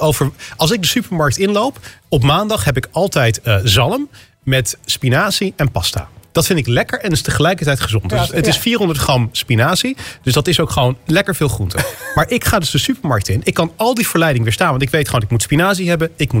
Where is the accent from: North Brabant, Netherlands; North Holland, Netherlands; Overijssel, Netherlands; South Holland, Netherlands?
North Brabant, Netherlands; Maar ik ben in Brabant opgegroeid.